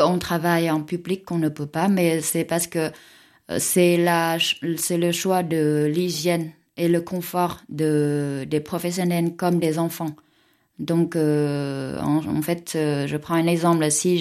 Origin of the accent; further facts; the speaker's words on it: Vietnam; French is a second language; moved away as an adult; now in Chartres, France; on est toutes vietnamiennes.